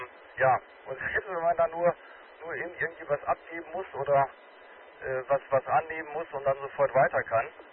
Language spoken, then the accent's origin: German; Dortmund, North Rhine-Westphalia, Germany; born there; Eigentlich bin ich gebürtiger Dortmunder, sollte mich eigentlich hier auf Stadtgebiet relativ gut auskennen.